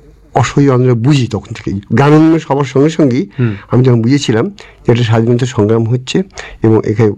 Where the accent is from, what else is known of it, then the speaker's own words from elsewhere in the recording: Rajpur, West Bengal, India; আমি যে পরিবেশে মানুষ হয়েছি রাজপুর ইউনিভার্সিটির আন্ডারে